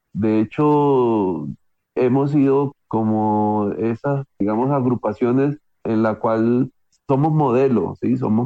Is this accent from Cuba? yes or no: no; Caribbean coast, Colombia; o sea, mis costumbres son todas de la costa. Y yo año a año viajamos a la costa a pasar vacaciones. Yo soy un costeño